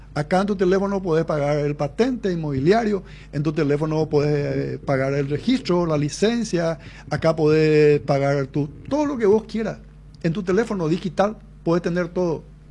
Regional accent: Paraguay; como paraguayo te digo hoy, y como cristiano

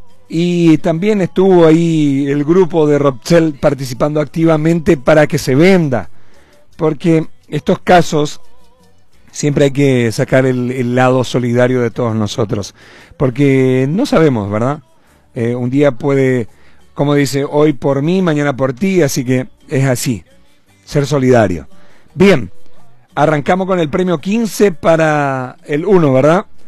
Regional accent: Caacupé, Cordillera, Paraguay; como casapeños, como paraguayos, siempre somos muy solidarios, muy activos

